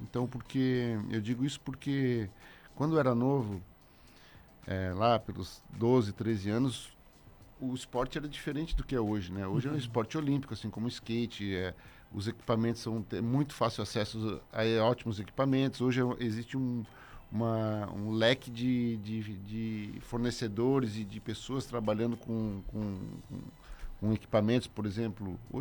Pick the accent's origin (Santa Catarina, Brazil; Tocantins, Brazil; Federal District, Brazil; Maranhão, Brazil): Santa Catarina, Brazil; Florianópolis; also born or lived in Criciúma; Eu nasci em Criciúma, né? Me criei em Florianópolis.